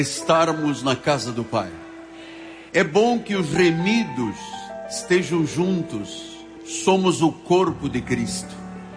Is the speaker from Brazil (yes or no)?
no; Luanda, Angola; born there; No meu caso particular, há 72 anos atrás, lá num país de África, numa cidade chamada Luanda, Deus me trouxe a esta terra.